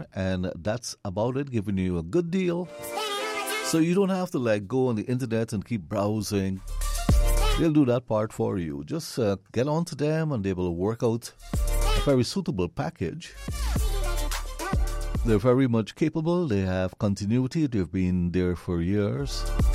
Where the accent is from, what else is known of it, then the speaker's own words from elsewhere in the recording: Vreed-en-Hoop, Essequibo Islands-West Demerara, Guyana; I'm from Freedom Hoop, not being biased, just, you know, you always love where you grew up.